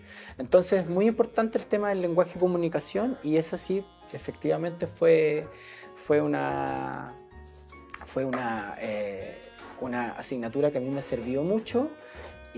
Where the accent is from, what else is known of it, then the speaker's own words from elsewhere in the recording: Tomé, Biobío, Chile; Yo soy tomecino, nacido y criado aquí. Entiendo que en el hospital de Tomé. y toda mi vida la viví en el barrio en Bellavista